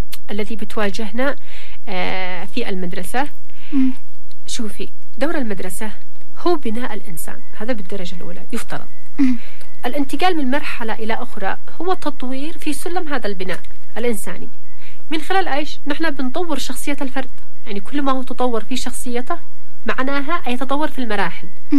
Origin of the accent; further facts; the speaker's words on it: Yemen; احنا كيمنيين